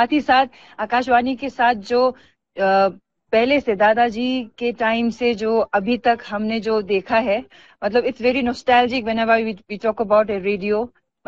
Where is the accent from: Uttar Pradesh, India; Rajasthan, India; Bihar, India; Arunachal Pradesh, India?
Arunachal Pradesh, India; जैसे कि गालो ट्राइब है, निशी ट्राइब है, ऐसे बहुत विभिन्न ट्राइब्स है हमारे अरुणाचल में